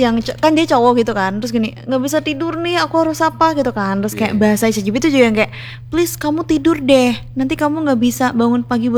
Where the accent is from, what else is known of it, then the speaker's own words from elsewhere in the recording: Java, Indonesia; sebagai orang Jawa yang kita selalu minta tolong, makasih gitu.